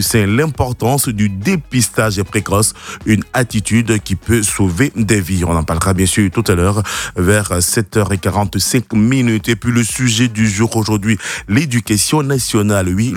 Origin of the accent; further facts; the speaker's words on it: Côte d’Ivoire; Et puis chez nous, en Côte d'Ivoire